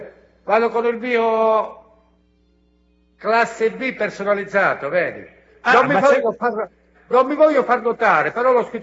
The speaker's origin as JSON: {"language": "Italian", "town": "Catanzaro", "region": "Calabria", "country": "Italy", "said": "E questi si guardavano, mi dicevano, ma tu di dove sei? Ho detto, qua di Catanzaro, e non ci conosci, no?"}